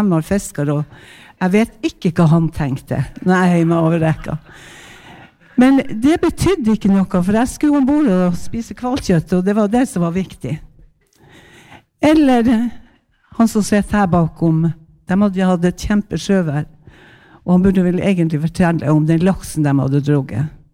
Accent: Honningsvåg, Finnmark, Norway; Jeg er fra Honningsvåg for dem av dere som ikke vet det. De som kjenner meg vet hvor jeg er fra. Og jeg liker å si at jeg er fra Honningsvåg. Og jeg liker å si at jeg er fra Finnmark. Og jeg liker å si at jeg kjenner kystkulturen.

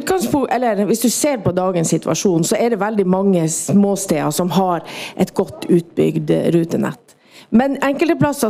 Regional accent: Sørøya, Finnmark, Norway

